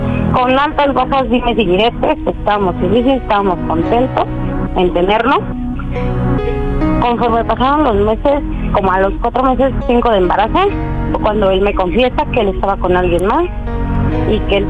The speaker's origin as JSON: {"language": "Spanish", "town": "Ecatepec", "region": "State of Mexico", "country": "Mexico", "said": "Tengo 30 años, soy aquí de Catepec."}